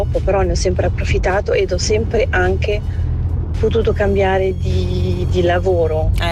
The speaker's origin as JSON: {"language": "Italian", "region": "Ticino", "country": "Switzerland", "tie": "born or raised there", "moved": "yes", "lives_now": "Lausanne, Switzerland", "said": "Io sono cresciuta con genitori svizzero tedeschi in Ticino e devo francamente ammettere che la lingua non mi è mai piaciuta troppo"}